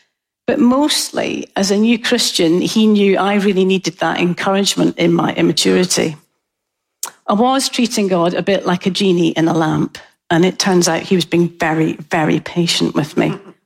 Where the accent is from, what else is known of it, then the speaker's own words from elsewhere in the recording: Scotland, United Kingdom; I'm Scottish and a bargain hunter